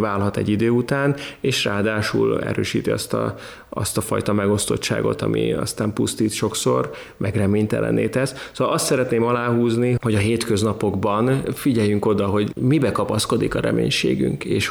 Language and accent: Hungarian; Hungary; magyarként úgy szoktuk magunkat definiálni, hogy milyen busongó nép vagyunk